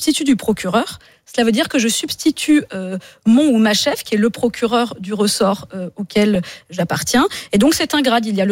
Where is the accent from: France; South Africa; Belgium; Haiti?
France; Occitanie; moved away; ma région natale qui est le Tarn. Et figurez-vous que la ville de Rabastens, dans laquelle réside toute ma famille